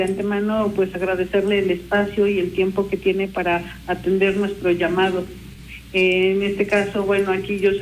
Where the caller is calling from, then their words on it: Tepango de Rodríguez, Puebla, Mexico; De aquí, del municipio de Tepango de Rodríguez.